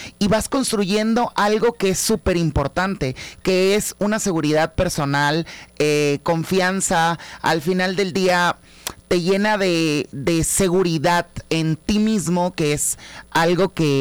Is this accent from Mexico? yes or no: yes; Tabasco, Mexico; Llega por el gusto familiar de bailar, como buena familia tabasqueña.